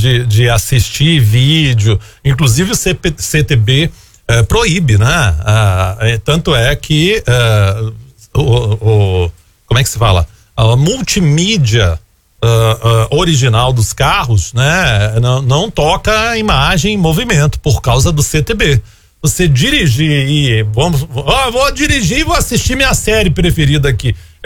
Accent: Goiânia, Goiás, Brazil; also born or lived in Brasília; será que eu sou de Goiânia? E vivi a vida inteira aqui, exceto um ano e pouco que eu passei em Brasília.

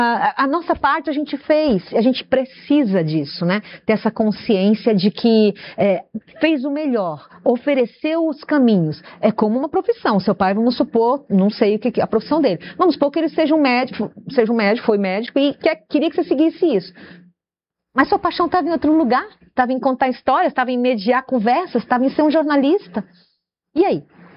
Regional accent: Japi, Rio Grande do Norte, Brazil; born there; also born or lived in Santa Cruz, Rio Grande do Norte; a minha família toda é de Japi, mas nasci em Santa Cruz, estava falando pro Vinícius no intervalo aqui, porque não tinha maternidade em Japi nos anos 70

